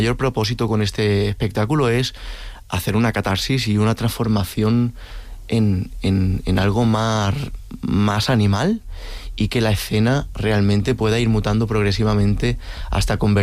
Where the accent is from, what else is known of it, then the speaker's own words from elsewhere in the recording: Barcelona, Catalonia, Spain; soy de Barcelona y tengo unas raíces andaluzas muy fuertes